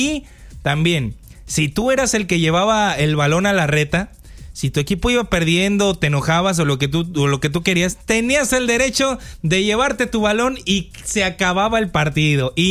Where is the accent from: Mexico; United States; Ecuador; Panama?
Mexico; nosotros como buenos mexicanos, ahí está el taquito siempre